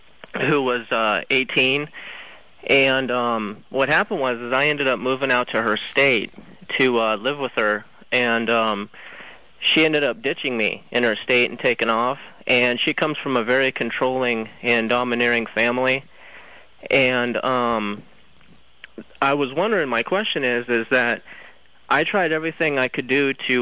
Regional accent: Texas, United States; Well, I'm back in my home state now.

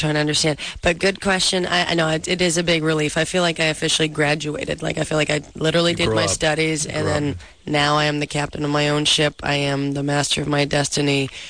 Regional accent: Atlantic Canada, Canada; I'm back up in Canada. I'm from the East Coast anyhow

